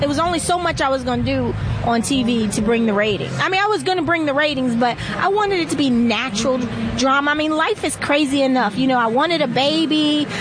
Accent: Baltimore, Maryland, United States; So I come to CBC every year, and I'm from Baltimore.

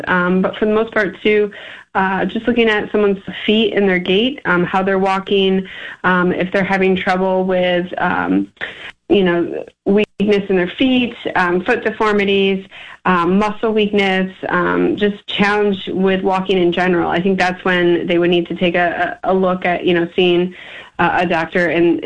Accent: Liverpool, New York, United States; So I am originally from Syracuse, Liverpool, exactly.

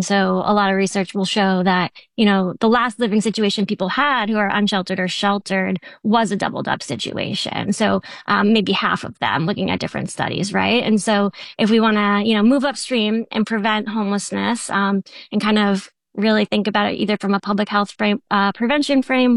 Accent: Boston, Massachusetts, United States; also born or lived in Nashville; now in Rhode Island, United States; I am new to Rhode Island. I'm here for a couple of years. And I grew up in the Boston area. And before that, I was in Nashville.

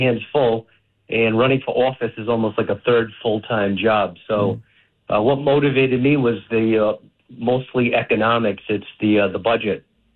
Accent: North Providence, Rhode Island, United States; now in Narragansett, United States

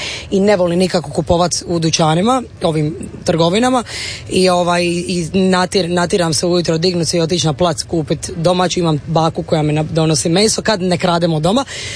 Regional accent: Sinj, Split-Dalmatia County, Croatia; Da, mislim, ja sam iz Sinja, tako da kod nas je opće poznato da mi volimo dobro jest

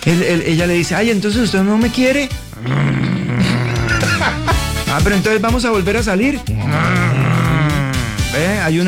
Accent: San Gil, Santander, Colombia; moved away; Hablo de donde yo crecí en San Gil, que es el primer sitio donde yo me presenté en un escenario cuando yo tenía 5 años de edad.

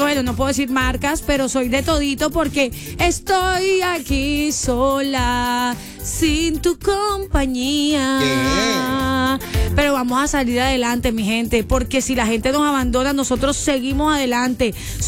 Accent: Colombia; Decir que es de Colombia, uno hoy en día enorgullece cuando uno sale del país y dice, yo soy de Colombia.

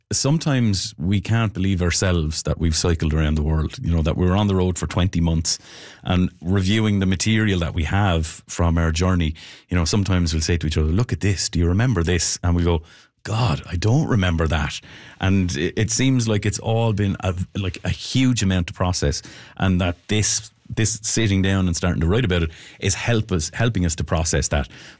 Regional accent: Waterford, Munster, Ireland; I come from Waterford

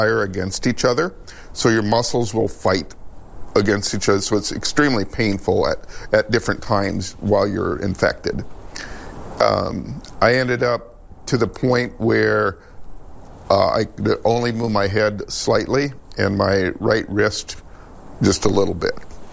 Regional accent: Scotland, South Dakota, United States; I'm from Scotland, South Dakota

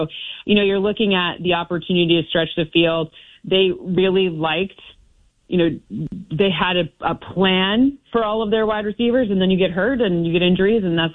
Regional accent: Midwest, United States; I'm a Midwesterner. I understand his interviews did not necessarily go over the way that a Midwestern audience might like to hear.

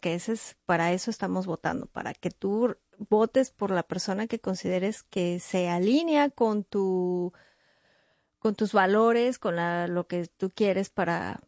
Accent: Mexico; now in New York, United States; yo hablo de México porque es pues donde yo vengo

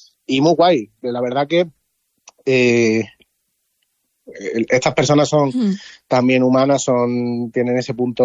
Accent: Antequera, Andalusia, Spain

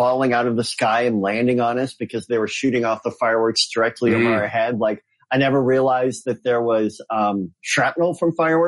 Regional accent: Northfield, Illinois, United States; born there

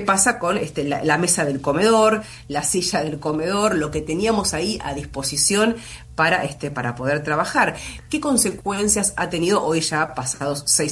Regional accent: Argentina

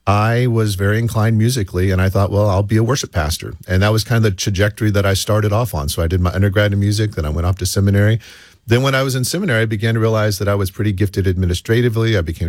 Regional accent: Ohio, United States; Grew up in Southwest Ohio, but my music minister had gone to Murray

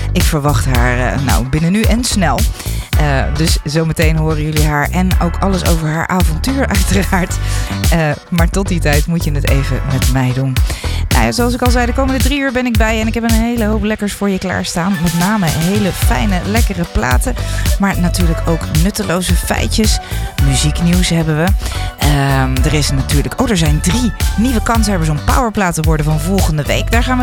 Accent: Netherlands; als Nederlander

